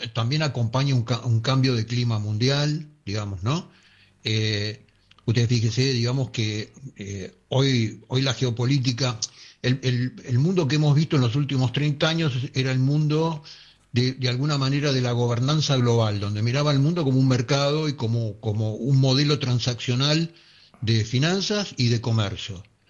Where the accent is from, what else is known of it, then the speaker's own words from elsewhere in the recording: Argentina; únicos que no escuchamos eso somos los argentinos.